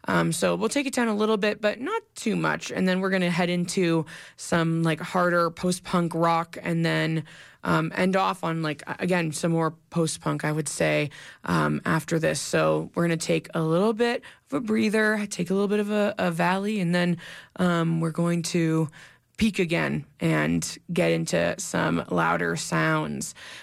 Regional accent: Kingston, Ontario, Canada; Belleville, which is right near where I grew up in Kingston

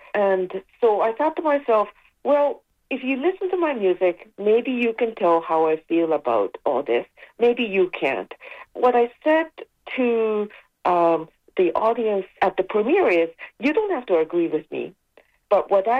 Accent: Canada; what I had experienced as a child growing up in Canada.

